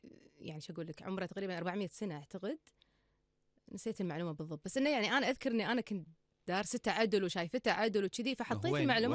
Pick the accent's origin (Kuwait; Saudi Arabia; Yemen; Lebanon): Kuwait